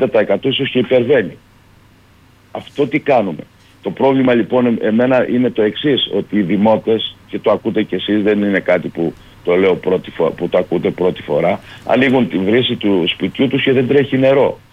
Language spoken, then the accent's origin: Greek; Heraklion, Crete, Greece; είμαι δημότης Ηρακλείου